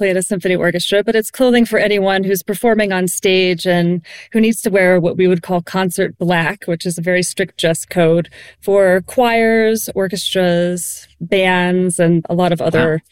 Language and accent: English; Salt Lake City, Utah, United States; from Salt Lake City